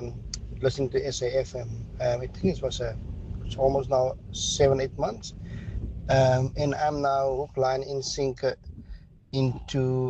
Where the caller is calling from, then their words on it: Worcester, Western Cape, South Africa; I'm calling from Worcester in the Western Cape.